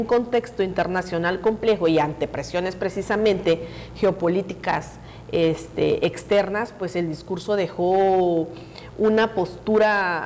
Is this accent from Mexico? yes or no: yes; Mexico; todos somos mexicanos